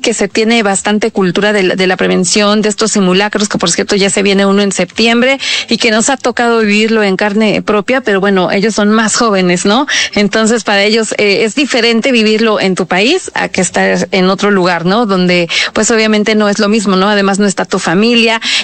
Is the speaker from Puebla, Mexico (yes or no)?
yes; Puebla, Mexico; para nosotros como poblanos